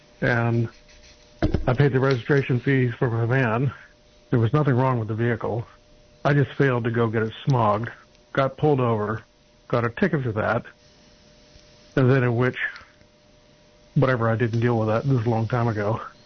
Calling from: Marina, California, United States; I'm from Marina.

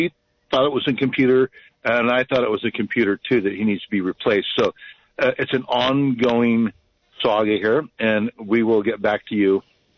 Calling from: California, United States; from SoCal.

